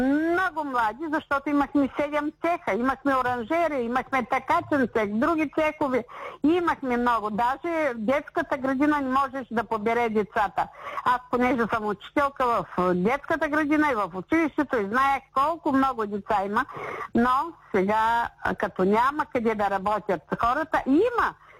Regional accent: Katselovo, Ruse Province, Bulgaria; Ами аз съм родена в Кацелово и живея 77 години в Кацелово. Кацелово беше 3500 жители, сега е 700 жители.

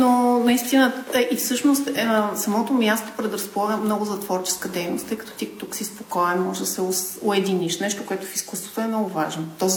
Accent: Plachkovtsi, Gabrovo Province, Bulgaria; като им казвам, че съм от Плачковци, и се оказва, че доста хора, те бяха и от региона, от Севлиево, от Габрово

